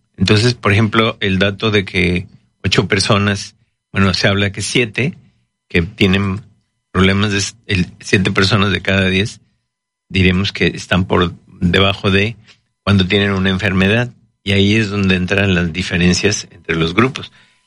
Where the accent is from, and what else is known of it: Mexico